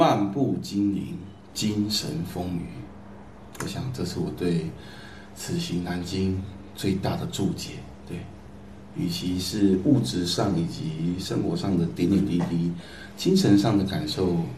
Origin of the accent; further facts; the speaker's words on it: Taiwan; 初来到南京，表达我们自己是台湾过来的同胞